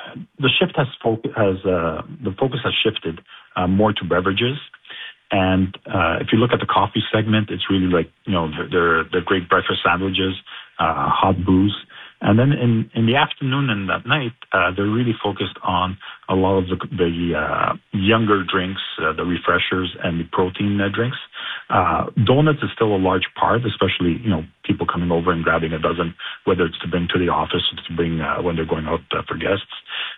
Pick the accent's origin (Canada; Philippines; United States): Canada; being Canadian born and bred